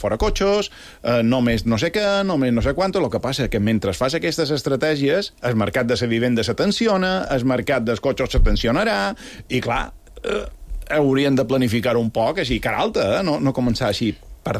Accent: Balearic Islands, Spain; nosaltres, com a mallorquins, és que som un poc bosses, perquè sempre hem anat en cotxe per tot.

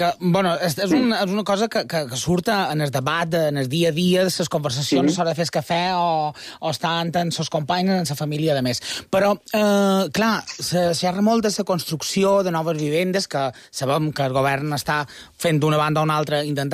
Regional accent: Consell, Balearic Islands, Spain; Jo, per exemple, som de Consell

